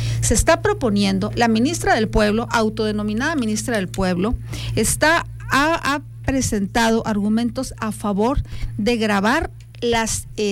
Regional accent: Mexico; así somos los mexicanos

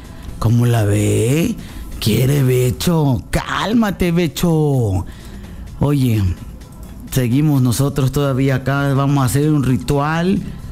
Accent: Mexico; todos somos mexicanos y andamos sufriendo

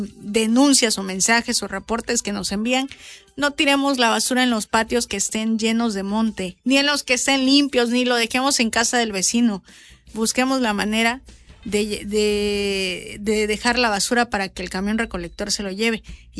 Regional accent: Mexico; somos mexicanos

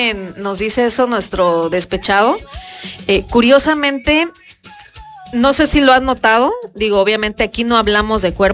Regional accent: Mexico; uno como mexicano

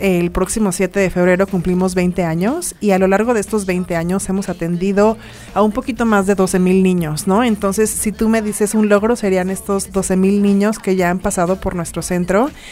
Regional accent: Mexico; de sentirnos orgullosos de lo que hemos podido lograr juntos como mexicanos.

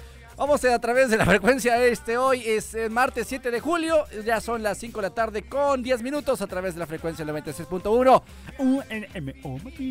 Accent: Mexico; todos los mexicanos somos noruegos.

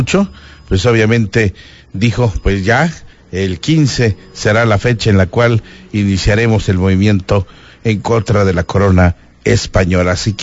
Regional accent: Mexico; somos mexicanos a mucha honra.

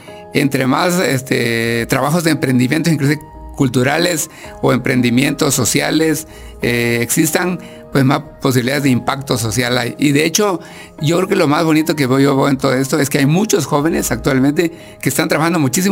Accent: Chiapas, Mexico; nuestras raíces, nuestro pueblo, nuestro Chiapas

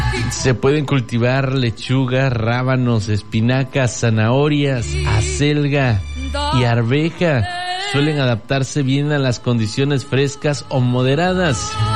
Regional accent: Mexico; esos temas musicales que nos representan como buenos mexicanos

